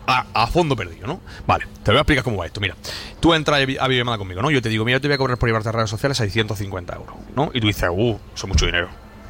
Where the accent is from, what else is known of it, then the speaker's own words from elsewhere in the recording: Spain; Que somos españoles.